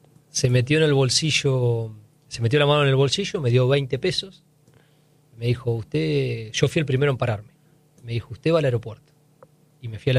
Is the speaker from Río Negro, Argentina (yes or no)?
no; Bolívar, Buenos Aires Province, Argentina; Mirá, ayer estaba volviendo de Bolívar, yo soy de Bolívar, fui a visitar a mi familia